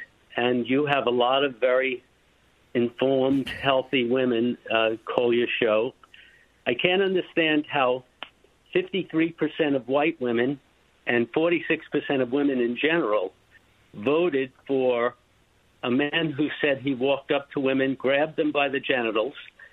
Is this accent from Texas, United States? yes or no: no; Queens, New York, United States; I grew up in Queens, so I saw this guy from the beginning, how he abused people.